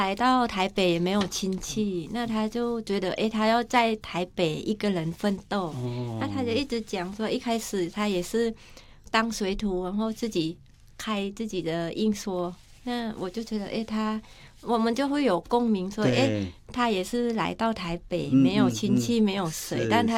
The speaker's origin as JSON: {"language": "Chinese", "country": "Thailand", "second_language": "Chinese", "moved": "yes", "lives_now": "Taiwan", "said": "就是因为我公公他也了解我是从泰国过来"}